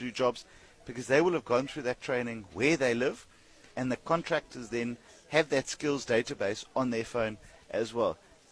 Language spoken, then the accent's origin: English; England, United Kingdom; I'm English.